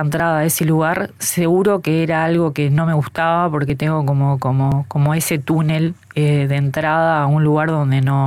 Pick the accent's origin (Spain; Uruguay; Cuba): Uruguay; born there; nacimos en una chacra, en Luis Valleverres, en la casa de mi abuela materna, en situaciones difíciles, como muchos de los uruguayos.